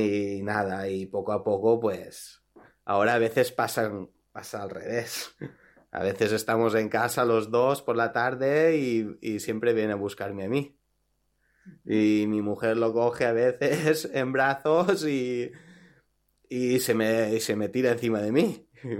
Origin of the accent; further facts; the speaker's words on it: Alicante, Valencian Community, Spain; now in Vilanova i la Geltrú, Spain; ella trabaja aquí en Vilanova i la Geltrú, nosotros somos de Alicante